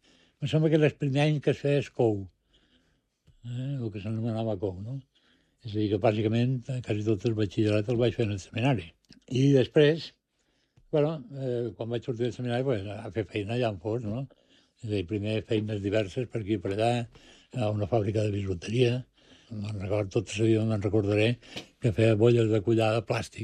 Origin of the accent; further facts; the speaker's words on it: Menorca, Balearic Islands, Spain; born there; also born or lived in Madrid; de molt jovenet, perquè vaig arribar a Menorca que tenia 10 anys. Ja en tens 73, ja m'ho diràs tu, si no som menorquins, no sé què som. Ja no puc dir, d'on ets tu, de Madrid? No, de Madrid oficialment, però res més.